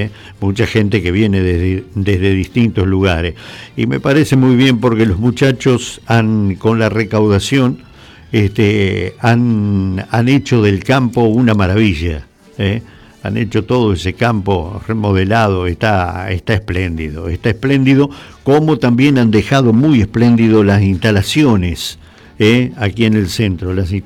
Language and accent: Spanish; Argentina; Somos argentinos